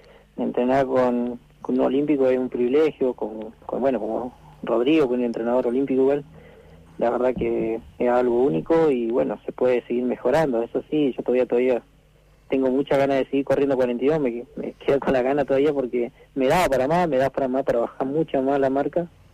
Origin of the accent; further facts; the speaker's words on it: Paso de Indios, Chubut, Argentina; que fue ahí en mi pueblo, Paso de Indio.